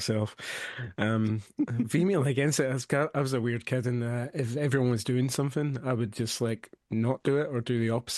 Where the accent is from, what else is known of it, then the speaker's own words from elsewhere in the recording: Glasgow, Scotland, United Kingdom; also born or lived in Clydebank / Stirling; I grew up in Glasgow, a place